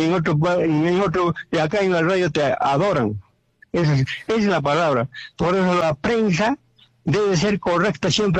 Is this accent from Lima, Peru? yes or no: no; Putina, Puno, Peru; also born or lived in Arequipa; Yo también habré estado años en Arequipa, pero siento más Putin. Y en Juliaca no voto yo, yo voto en Putin. Yo tengo que ir a votar a Putin, a mi pueblo querido